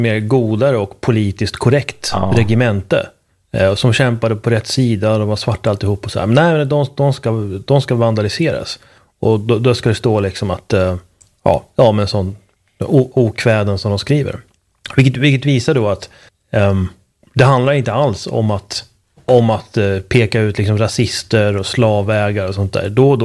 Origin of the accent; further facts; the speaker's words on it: Uppsala, Uppsala County, Sweden; när man är född och uppvuxen i Uppsala